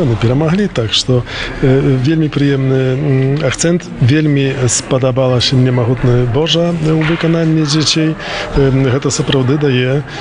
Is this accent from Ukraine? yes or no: no; Hajnówka, Podlaskie Voivodeship, Poland; цяжка мне сказаць, таму што я сам родам з Гайнаўкі.